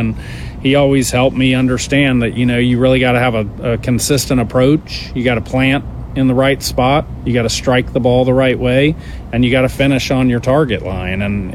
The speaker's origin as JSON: {"language": "English", "town": "Washington", "region": "District of Columbia", "country": "United States", "tie": "born there", "also_born_or_lived": "New Mexico", "said": "My dad had spent a number of years at the Pentagon, and I was born in Washington."}